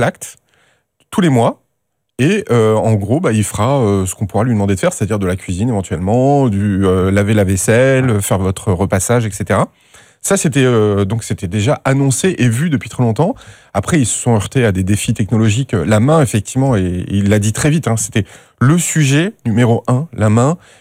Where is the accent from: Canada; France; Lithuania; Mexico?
France